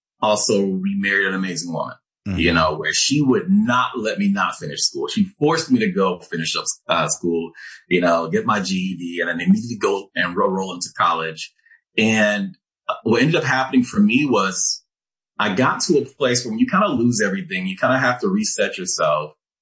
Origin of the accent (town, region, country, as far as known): Nigeria